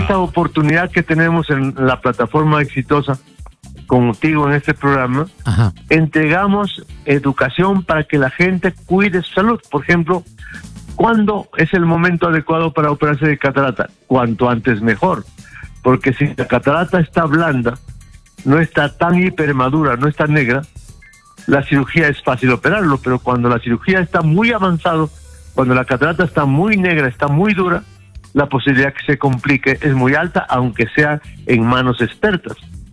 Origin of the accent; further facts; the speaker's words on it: Cajamarca, Peru; now in Lima, Peru; Yo en este momento me encuentro en la ciudad de Cajamarca, en mi tierra